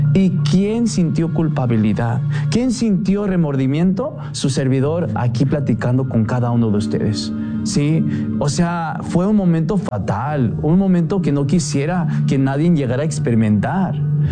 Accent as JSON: {"language": "Spanish", "area": "Riverside County", "region": "California", "country": "United States", "tie": "born or raised there", "said": "nací en Estados Unidos, en el condado de Riverside, born and raised in Riverside County. He estado yo viviendo en la casa de formación misionera de Jesús Nazaret por ya 11 años."}